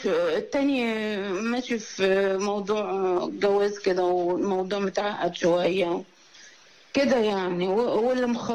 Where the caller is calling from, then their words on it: Ismailia, Ismailia Governorate, Egypt; من اسماعيليه